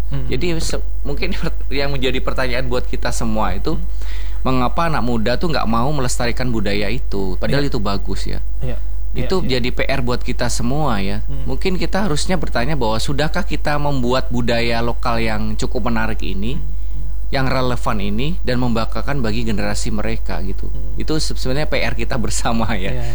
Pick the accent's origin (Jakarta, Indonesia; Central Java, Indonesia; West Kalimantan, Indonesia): Central Java, Indonesia; now in Central Kalimantan, Indonesia; Saya dari Jawa ya